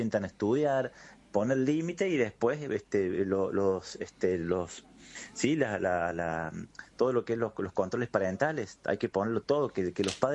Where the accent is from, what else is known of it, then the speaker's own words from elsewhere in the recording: Argentina; Imagínate todo lo apasionado que somos los argentinos en el fútbol.